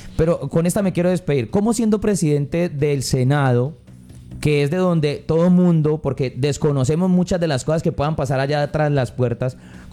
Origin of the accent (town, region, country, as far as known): Colombia